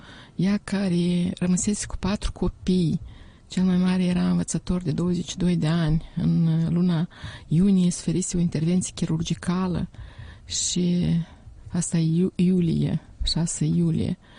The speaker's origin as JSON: {"language": "Romanian", "town": "Chirileni", "region": "Ungheni District", "country": "Moldova", "tie": "born or raised there", "said": "au smuls covorul de perete la noi, la satul meu, Chirileni Ungheni, de unde sunt eu."}